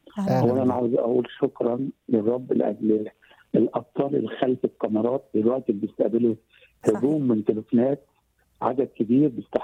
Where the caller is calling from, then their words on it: Cairo, Cairo Governorate, Egypt; من القاهرة هنا ومن مصر